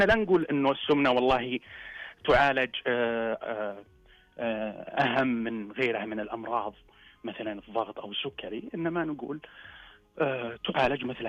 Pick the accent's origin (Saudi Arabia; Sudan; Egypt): Saudi Arabia